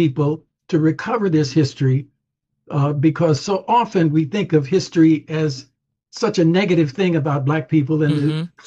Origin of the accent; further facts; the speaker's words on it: Chicago, Illinois, United States; born there; I was born in Chicago